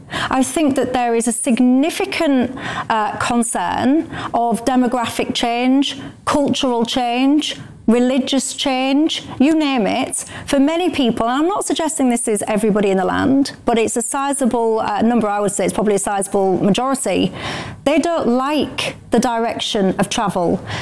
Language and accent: English; Yorkshire and the Humber, United Kingdom; I found it deeply insulting that somebody had come to my county, Yorkshire, and is now actively described as a Yorkshire man